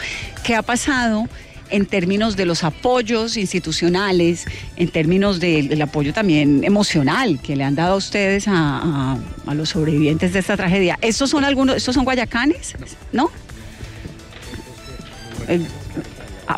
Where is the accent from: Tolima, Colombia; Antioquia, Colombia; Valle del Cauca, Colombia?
Valle del Cauca, Colombia; Cali; A mí me queda como caleña también muchas lecciones sobre el amor